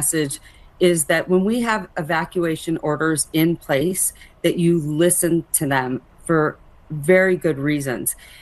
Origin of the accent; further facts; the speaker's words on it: Reno, Nevada, United States; I was born and raised here in Reno